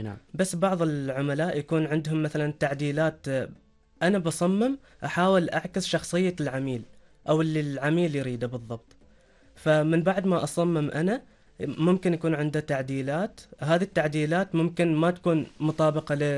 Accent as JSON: {"language": "Arabic", "country": "Oman", "said": "لأن نحن كمصممين عمانيين أكثر شيء نصمم على الثيم العماني بالطريقة العمانية"}